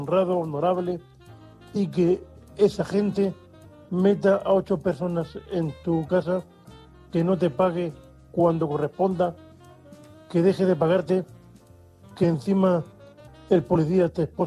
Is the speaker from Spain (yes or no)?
yes; Murcia, Region of Murcia, Spain; Queridos corresponsales … de Murcia.